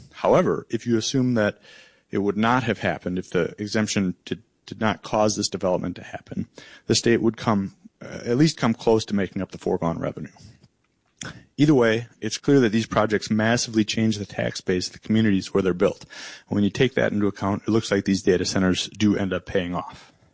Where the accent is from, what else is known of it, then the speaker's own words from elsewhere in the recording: Beaver Dam, Wisconsin, United States; In fact, I grew up in Beaver Dam. I can almost guarantee you that the leaders of Beaver Dam would not make that choice.